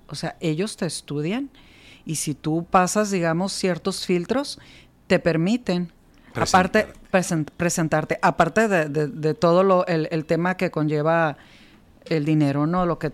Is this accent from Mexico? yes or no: yes; Culiacán, Sinaloa, Mexico; todos los demás somos de aquí, de Culiacán.